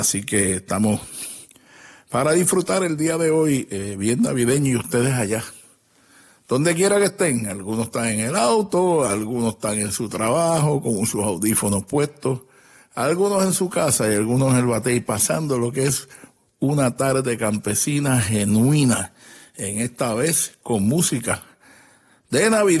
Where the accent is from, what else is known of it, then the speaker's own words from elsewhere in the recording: Puerto Rico; Somos los puertorriqueños